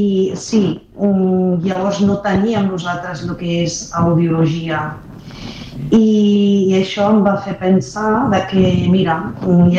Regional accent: Morocco; first language Arabic; Catalan is a second language; moved away; Sí, he vingut del Marroc parlant àrab i francès, perquè estudiem tota la vida en francès, bilingüe

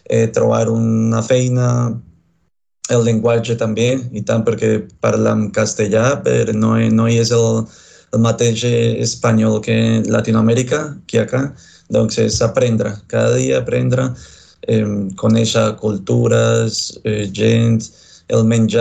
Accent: Bogotá, Colombia; Catalan is a second language; moved away as an adult; also born or lived in Pereira / London / Girona; now in Barcelona, Spain; Soc de Bogotà, de la capital.

